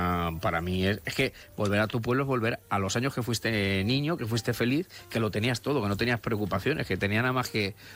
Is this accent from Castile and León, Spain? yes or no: no; Fernán Caballero, Castilla-La Mancha, Spain; Fernán Caballero es mi pueblo, entonces lo que te digo es que fue...